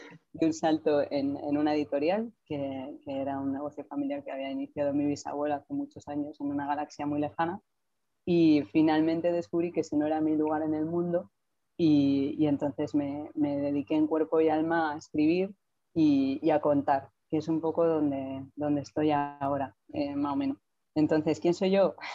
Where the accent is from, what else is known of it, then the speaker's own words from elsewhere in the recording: Madrid, Community of Madrid, Spain; pero bueno, soy de Madrid, nací en Madrid, y … porque a mis padres les encantaba el mar